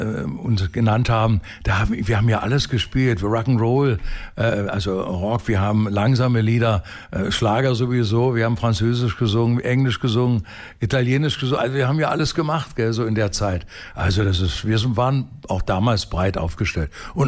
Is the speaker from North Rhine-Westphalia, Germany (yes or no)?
no; Magdeburg, Saxony-Anhalt, Germany; ich komme ja aus Magdeburg